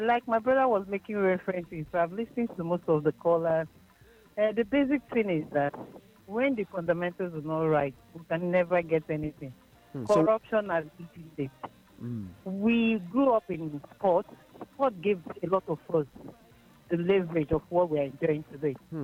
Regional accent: Lagos, Nigeria; growing up in Ajegunle

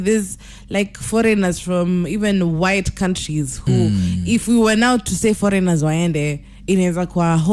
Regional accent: Kenya; I grew up in Rungai.

